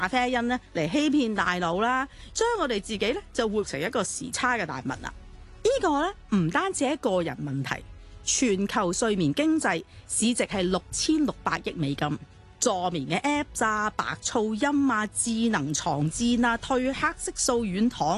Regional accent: Hong Kong; 我哋香港人

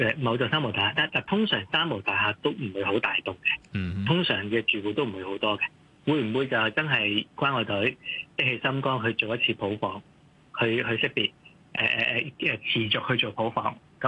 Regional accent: Hong Kong; 個就係發揮我哋香港人。

